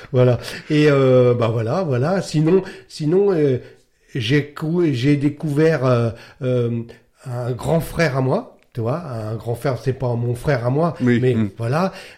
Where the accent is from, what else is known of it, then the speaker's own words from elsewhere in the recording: Hérouville-Saint-Clair, Normandy, France; Alors, moi, j'étais punk d'Hérouville-Saint-Clair, moi. D'accord, un petit punk, hein, voilà.